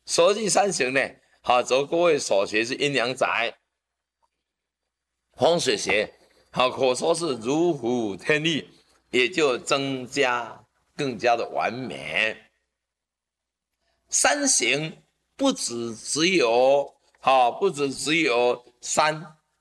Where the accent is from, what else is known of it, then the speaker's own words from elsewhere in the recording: Taiwan; 我们台湾人不认识。